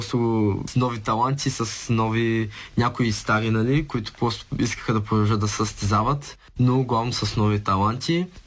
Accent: Ruse, Ruse Province, Bulgaria; понеже съм родом от Руси, народното място в Ряхово.

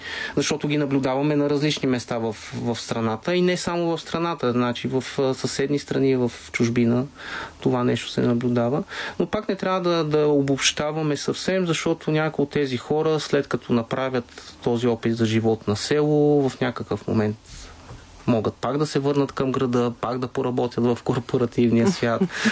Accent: Pernik Province, Bulgaria; Аз съм от Трънския край

